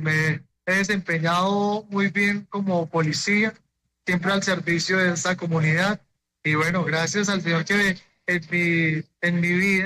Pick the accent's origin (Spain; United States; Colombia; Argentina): Colombia; La Tebaida, Quindío; now in Pereira, Colombia; Yo soy oriundo de la Tebaida Quindío. La gente también ha pensado en estos días que soy caleño. Tengo esa sangre caleña o esa sangre porque mi papá es tumaqueño. Entonces tengo esa sangre, pero soy de la Tebaida Quindío.